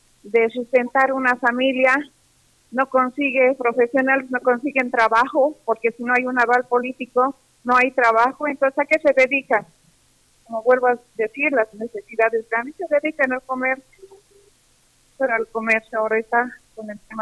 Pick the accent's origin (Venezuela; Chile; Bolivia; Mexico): Bolivia